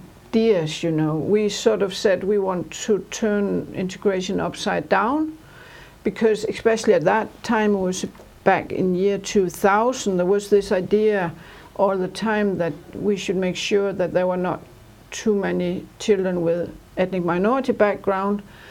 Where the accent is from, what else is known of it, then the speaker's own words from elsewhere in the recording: Jutland, Denmark; English is a second language; I'm a really from Jutland, not from Copenhagen.